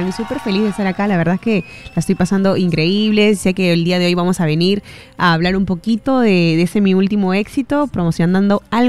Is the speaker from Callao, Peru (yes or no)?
yes; Callao, Peru; yo soy del Callao.